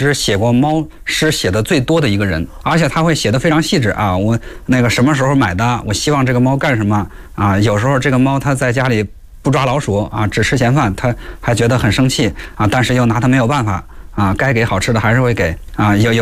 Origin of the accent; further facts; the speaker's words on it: Xinxiang, Henan, China; 这个正好就是我的老家啊，这个河南新乡